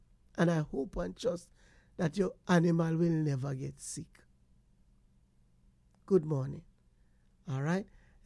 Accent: Portland Cottage, Clarendon, Jamaica; I remember back in the days when I was growing up in Portland Cottage in Jamaica.

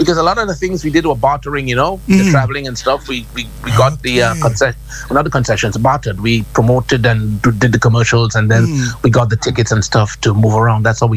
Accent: Grenada; We're doing that because we're from Grenada.

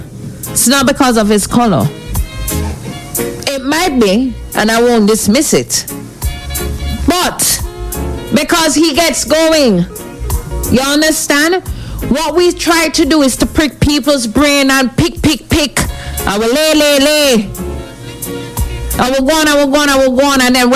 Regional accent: Jamaica; we are Jamaican

